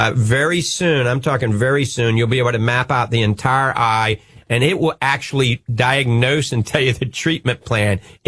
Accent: Metairie, Louisiana, United States; I'm from Metairie. I'm from New Orleans.

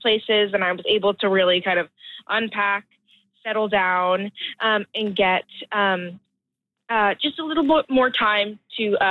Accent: Canada; It was really nice being in my home country, first of all.

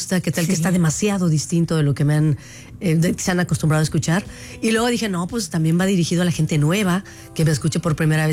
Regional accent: Pachuca, Hidalgo, Mexico; Yo soy de Pachuca, Hidalgo.

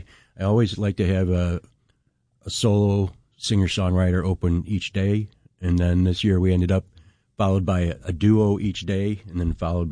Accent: Naples, New York, United States; I grew up in Naples.

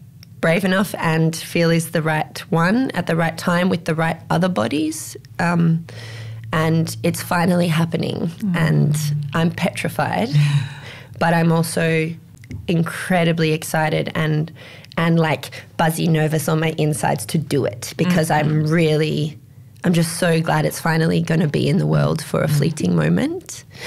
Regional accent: Alice Springs, Northern Territory, Australia; also born or lived in Germany; when I come back to my home, because I was born and raised here in Alice

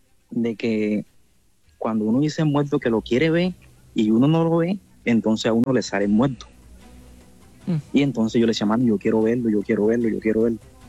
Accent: Puerto Escondido, Oaxaca, Mexico; now in Argentina; soy de Puerto Escondido, pero estoy acá en Argentina.

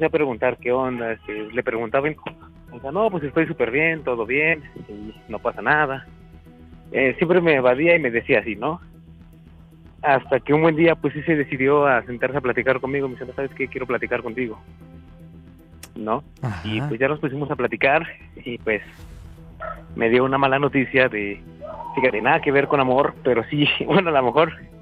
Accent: Mexico City, Mexico; born or raised there; now in Veracruz, Mexico

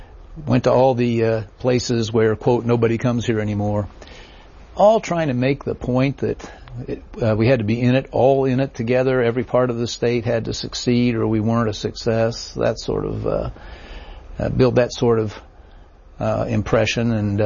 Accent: Bristol, Tennessee, United States; You know, I'm a hick from Bristol, Tennessee.

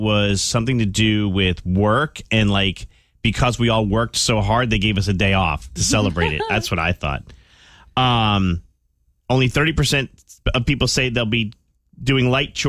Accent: New Jersey, United States; So growing up in New Jersey, you would rent a shore house

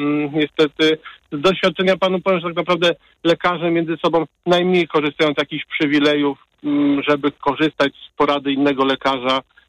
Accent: Poznań, Greater Poland Voivodeship, Poland; Jestem lekarzem z Poznania, właśnie w drodze do pracy.

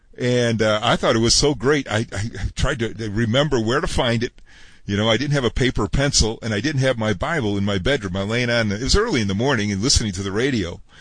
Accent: Chicago, Illinois, United States; I was a young, very new Christian. Back in those days, I was living in Chicago, my hometown.

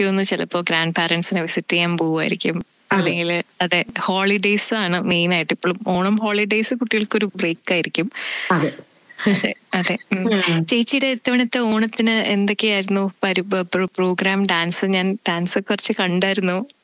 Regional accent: Thiruvananthapuram, Kerala, India; now in Australia; ഞാൻ ട്രിവാൻഡ്രത്തിൽ നിന്നാണ്

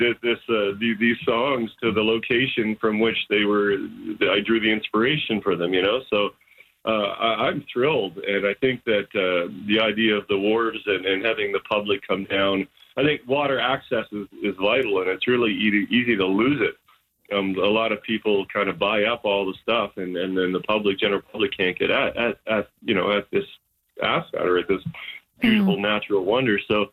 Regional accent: Belleisle Creek, New Brunswick, Canada; moved away as an adult; growing up in Belle Isle Creek

